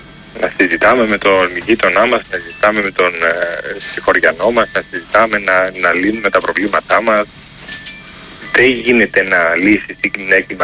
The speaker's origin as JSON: {"language": "Greek", "country": "Greece", "also_born_or_lived": "Athens", "moved": "yes", "lives_now": "Germany"}